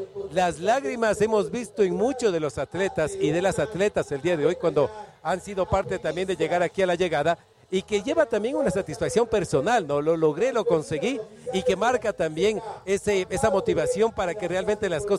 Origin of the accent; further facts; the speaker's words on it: Quito, Pichincha, Ecuador; Lo podemos hacer como quiteños y ecuatorianos